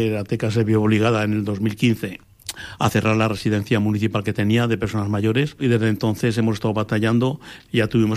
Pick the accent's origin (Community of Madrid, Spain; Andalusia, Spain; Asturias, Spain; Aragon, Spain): Aragon, Spain; Ateca; referente que el permanecer en Ateca y sentirme un atecano al 100%. Y pensar siempre en hacer cosas para mi pueblo.